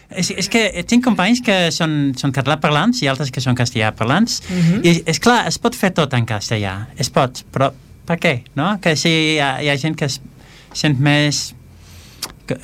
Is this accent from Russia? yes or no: no; Netherlands; Catalan is a second language; also born or lived in Barcelona; now in Esplugues de Llobregat, Spain; Mira, jo sóc d'Holanda, val? Però la meva dona és d'aquí, és de Cornellà de Llobregat.